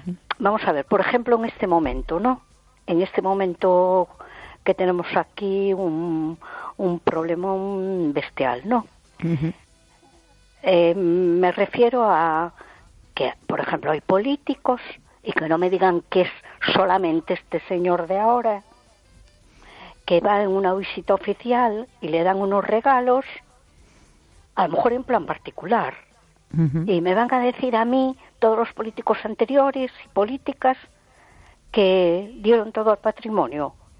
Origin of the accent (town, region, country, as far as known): A Coruña, Galicia, Spain